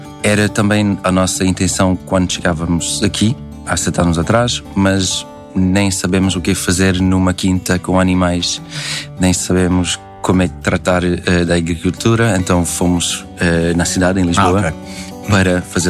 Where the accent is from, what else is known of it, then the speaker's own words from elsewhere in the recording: Montreal, Quebec, Canada; Cresci ao lado de português, que era o bairro mais acima de onde eu cresci. e íamos lá sempre para comer frango piripiri, comer pastéis de nata, e eu acho que em Montreal, que é ainda mais multicultural